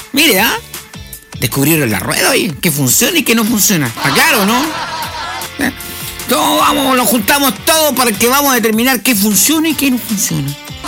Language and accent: Spanish; Chile; somos muy pocos chilenos los que vamos quedando en el país